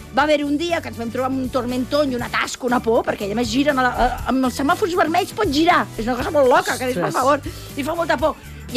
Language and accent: Catalan; Catalonia, Spain; que sóc catalana